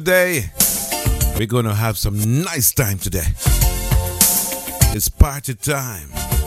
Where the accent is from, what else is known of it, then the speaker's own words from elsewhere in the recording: Jamaica; I'm here from Jamaica.